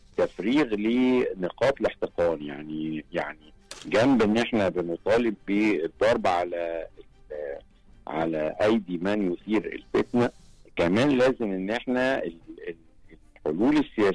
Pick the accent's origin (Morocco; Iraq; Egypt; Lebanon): Egypt; فأنا لما أتكلم في حاجة أتكلم كمصري، ولما أحب أطرح مشكلة أطرحها كمصري